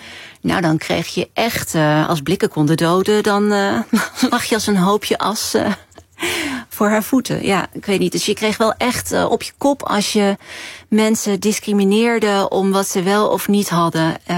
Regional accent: Vlijmen, North Brabant, Netherlands; Geweldige dorp waar ik ben opgegroeid.

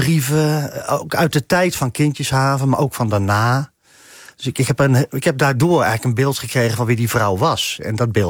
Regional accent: Utrecht, Netherlands; Ik ben een Utrechter. Ik groeide op in Utrecht.

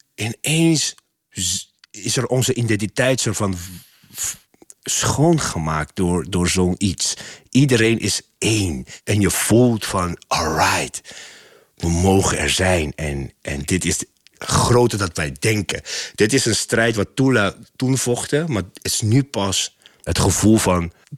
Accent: Curaçao; ze zien dat ik een Curaçaoenaar ben.

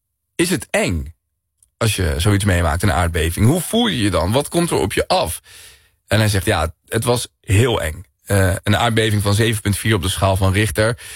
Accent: Colombia; moved away; Ik kom uit Colombia.

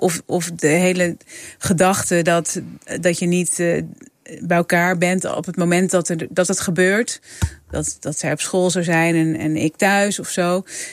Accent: Netherlands; moved away; Maar kijk, we hadden het net over dat ik ben 12 jaar geleden, inmiddels 13 jaar geleden, ben ik uit Nederland weggegaan.

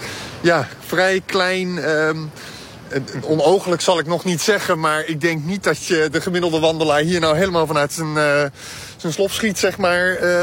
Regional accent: Netherlands; Nederland vergeten we daar snel bij natuurlijk als Nederlanders.

